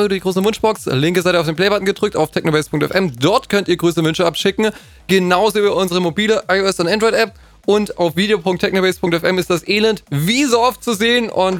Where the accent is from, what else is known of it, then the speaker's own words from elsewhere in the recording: Swabia, Germany; Das ist schon für mich als Schwäbin ein bisschen zu viel fast